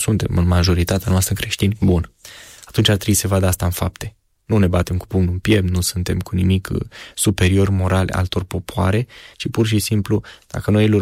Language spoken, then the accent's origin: Romanian; Romania